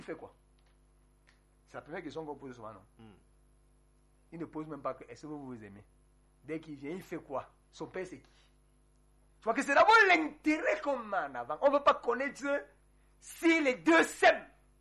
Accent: Republic of the Congo; moi, je me rappelais, on a grandi ça en Congo.

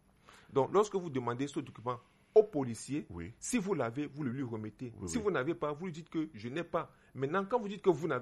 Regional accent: Cameroon; je suis Camerounais.

